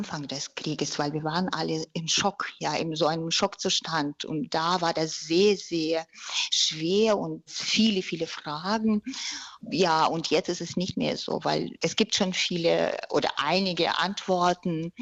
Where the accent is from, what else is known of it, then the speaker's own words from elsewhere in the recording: Russia; German is a second language; now in Hamburg, Germany; ich komme selbst aus Russland und mein Vater ist Ukrainer und die Eltern meiner jüdischen Mutter kommen aus 2 Städten in der Nähe von Kiew.